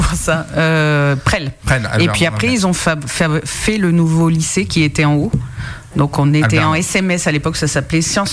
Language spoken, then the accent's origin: French; Moulins, Auvergne-Rhône-Alpes, France; Je suis née à Moulins-sur-Allier